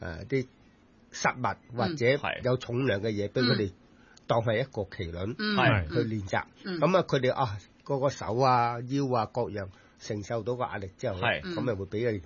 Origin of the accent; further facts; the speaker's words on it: China; 咁喺以前嚟讲咧，我哋中国人啦吓，